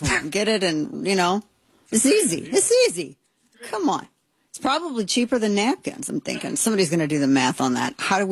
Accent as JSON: {"language": "English", "town": "St. Louis", "region": "Missouri", "country": "United States", "tie": "born or raised there", "moved": "yes", "said": "I loved St. Louis City. I loved my hometown."}